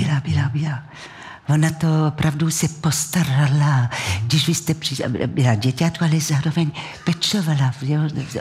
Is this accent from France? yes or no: yes; Marseille, Provence-Alpes-Côte d'Azur, France; Czech is a second language; now in Czech Republic; já jsem z Marseille